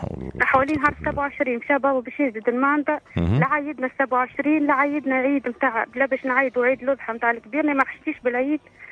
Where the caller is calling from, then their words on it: Sidi Bouzid, Tunisia; من سيدي بوزيد